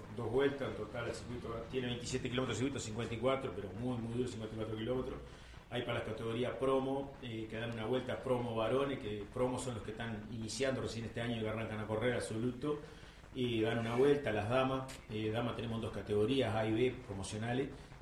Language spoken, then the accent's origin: Spanish; Montevideo, Uruguay; no soy de Salto Nuevo, toda mi vida viví lo que es a la vuelta de River, el barrio acá del asilo, acá viví ahí.